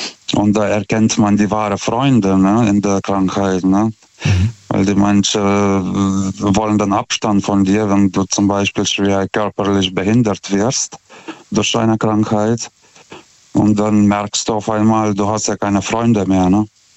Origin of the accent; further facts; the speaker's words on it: Lithuania; German is a second language; now in Germany; Ich komme ja ursprünglich aus Litauen. Ich bin erst 2006 nach Deutschland gezogen.